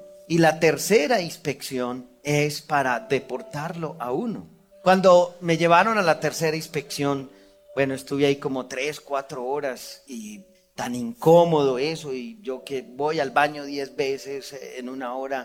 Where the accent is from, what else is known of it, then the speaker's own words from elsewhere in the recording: Colombia; yo vengo de Colombia, los colombianos estamos locos, los carismáticos estamos...